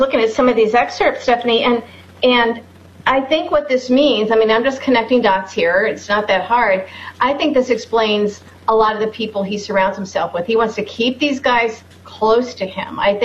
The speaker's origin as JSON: {"language": "English", "town": "Peoria", "region": "Illinois", "country": "United States", "said": "I'm from Peoria. I worked for him."}